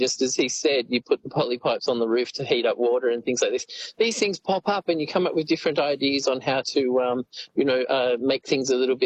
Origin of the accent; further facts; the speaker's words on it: Penrith, New South Wales, Australia; I grew up out in Penrith during the 80s. It was very much suburbia.